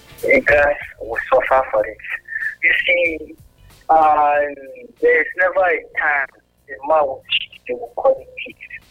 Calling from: England, United Kingdom; I'm calling from England.

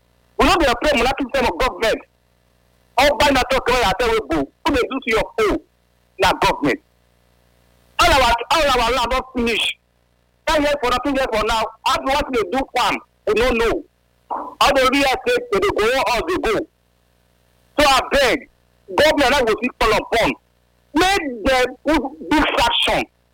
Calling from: Israel; I'm calling from Israel.

